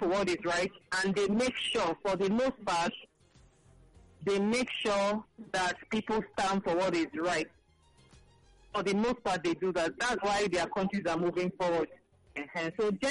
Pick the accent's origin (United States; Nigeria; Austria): Nigeria; Isheri; from Isheri.